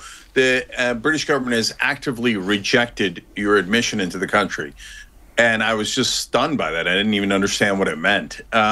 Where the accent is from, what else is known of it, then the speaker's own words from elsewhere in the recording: Turkey; now in United States; And as a Turk